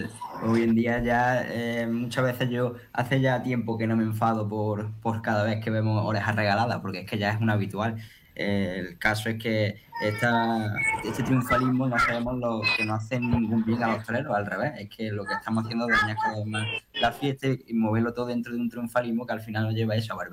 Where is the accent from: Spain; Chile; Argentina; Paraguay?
Spain; Córdoba, Andalusia; El otro día aquí en Córdoba, en mi tierra